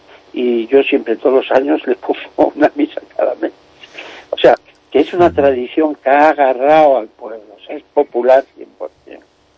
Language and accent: Spanish; Santillana del Mar, Cantabria, Spain; moved away; Yo lo que te puedo decir, yo soy cántabro, he estado muchos años fuera.